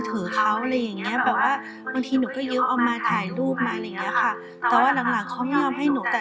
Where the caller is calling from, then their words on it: On Nut, Bangkok, Thailand; บ้านอยู่อ่อนนุช